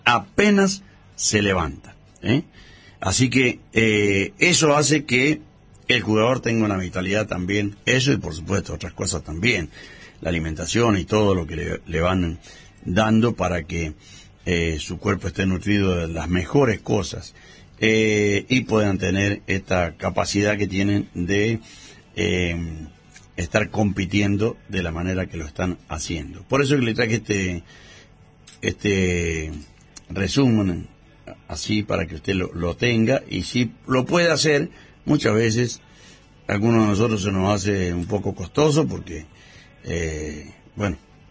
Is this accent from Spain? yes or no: no; Cuyo, Argentina; Yo soy cuyano, pero de pura cepa.